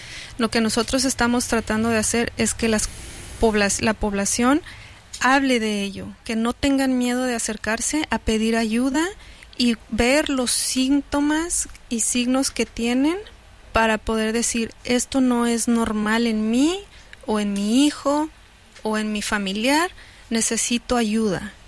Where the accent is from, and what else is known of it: Mexico